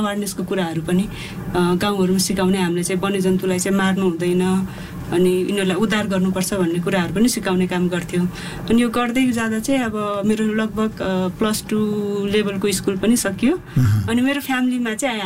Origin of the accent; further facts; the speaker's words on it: Lumbini Province, Nepal; म चाहिँ बर्दियामै जन्मिएर हुर्किएँ